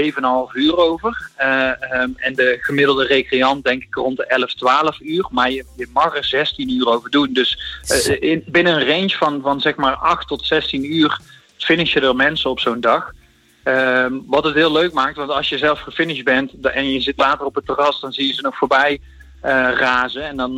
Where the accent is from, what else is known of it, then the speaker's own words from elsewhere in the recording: Arnhem, Gelderland, Netherlands; ik kom zelf uit Arnhem en ik heb zelf in de bush in Arnhem mogen trainen.